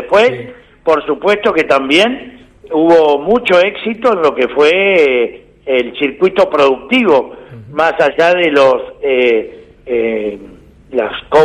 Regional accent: Santa Fe, Argentina; como somos los santafesinos

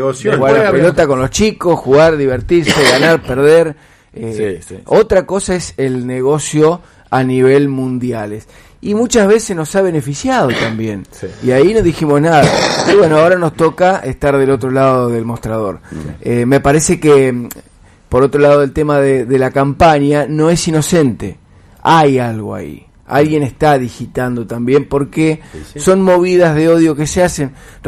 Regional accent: Argentina; revisar nuestras acciones como argentinos

